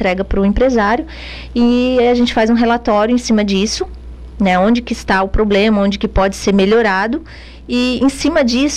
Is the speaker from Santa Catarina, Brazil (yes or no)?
yes; Jacinto Machado, Santa Catarina, Brazil; E nós somos de Jacinto Machado.